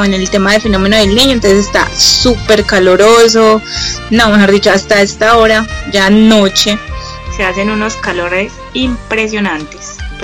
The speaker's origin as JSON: {"language": "Spanish", "town": "Medellín", "region": "Antioquia", "country": "Colombia", "said": "Soy de Colombia, específicamente de Medellín."}